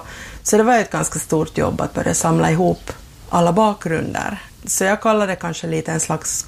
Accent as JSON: {"language": "Swedish", "town": "Kaskö", "region": "Ostrobothnia", "country": "Finland", "said": "Jag är från Kaskö och här är ju en sån här perfekt setting för en mystisk värld."}